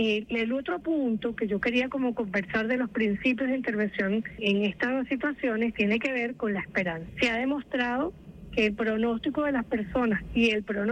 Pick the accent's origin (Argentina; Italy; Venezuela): Venezuela